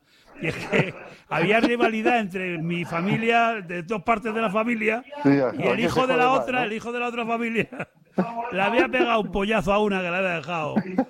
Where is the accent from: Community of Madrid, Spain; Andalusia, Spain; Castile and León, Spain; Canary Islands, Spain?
Castile and León, Spain; En mi pueblo, en Ávila, no te podías casar en la iglesia.